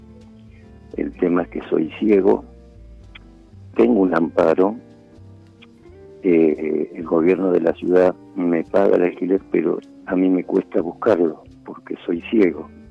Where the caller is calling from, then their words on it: Adrogué, Buenos Aires Province, Argentina; Sí, de acá de Adrogué.